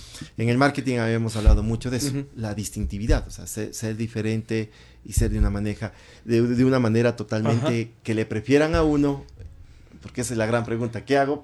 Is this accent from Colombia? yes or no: no; Ecuador; tantos negocios que nosotros como ecuatorianos tenemos acá.